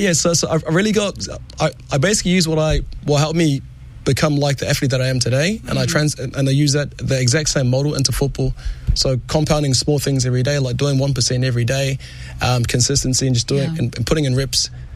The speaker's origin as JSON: {"language": "English", "region": "Auckland", "country": "New Zealand", "said": "Like I'm from South Auckland and I built this for my garage"}